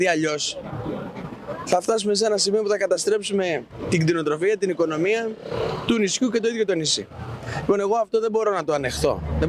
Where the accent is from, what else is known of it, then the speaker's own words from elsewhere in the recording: Lesbos, North Aegean, Greece; ως λέσβιος